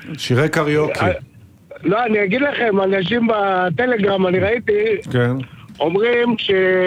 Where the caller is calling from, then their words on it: Hadera, Haifa District, Israel; אני מחדרה